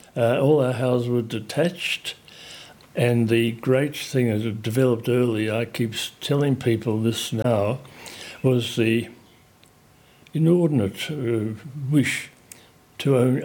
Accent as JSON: {"language": "English", "country": "Australia", "said": "being Australian in the 1950s, when just after the war, opened a lot of double doors."}